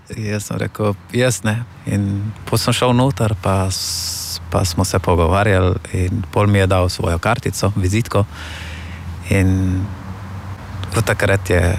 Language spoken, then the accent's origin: Slovenian; Afghanistan; Slovenian is a second language; now in Slovenia; prehajam iz Afganistana in sem 23 let star.